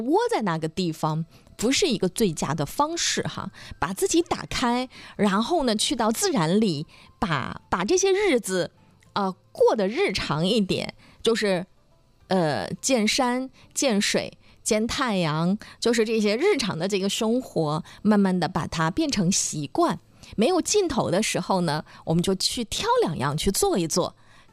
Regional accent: Dalian, Liaoning, China; 他一看就是我们那个老大连人哈，就是大连话说的特别的正宗。

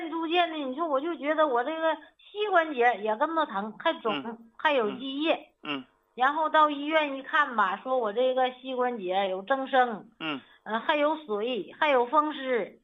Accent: Northeast China, China; 就是按我们东北那土话咋说，就是说筋疼的那种

